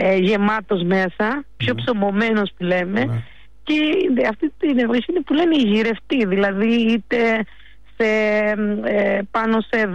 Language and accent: Greek; Crete, Greece; θέλουμε να αναδεικνύουμε και τους παραγωγούς της Κρήτης. Γιατί εδώ στο χωριό μου, στο μέρος μου